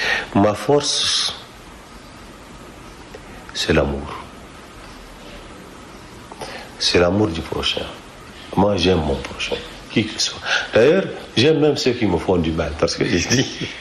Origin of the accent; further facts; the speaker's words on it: Chad; Après tout, je suis tchadien, non, je leur appartiens tous.